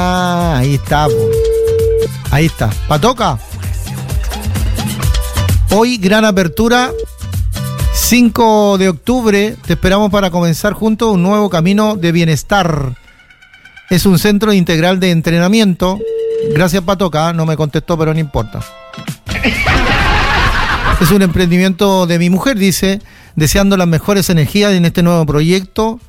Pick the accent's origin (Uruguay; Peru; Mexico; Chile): Chile; San Rosendo, Biobío; Yo vengo de San Rosendo.